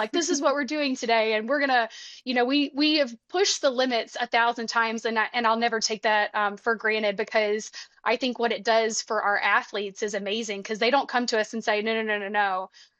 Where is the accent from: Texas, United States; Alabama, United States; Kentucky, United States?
Alabama, United States